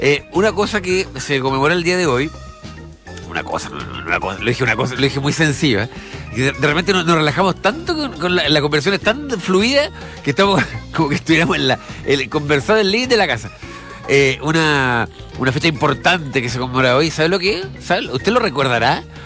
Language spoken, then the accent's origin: Spanish; Chile